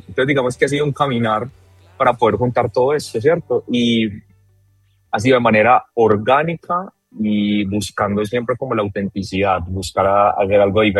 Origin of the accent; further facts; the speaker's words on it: Medellín, Antioquia, Colombia; Soy un paisa que le gusta mucho Bogotá.